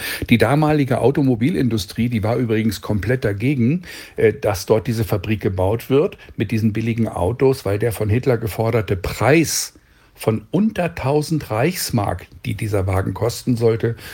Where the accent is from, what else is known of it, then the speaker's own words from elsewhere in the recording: Lower Saxony, Germany; moved away; Ich komme ja selbst ursprünglich aus Niedersachsen, aus der Lüneburger Heide